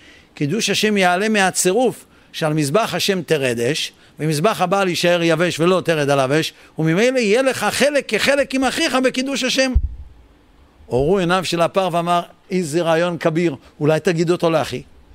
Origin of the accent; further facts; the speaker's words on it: Jerusalem, Jerusalem District, Israel; אני ירושלמי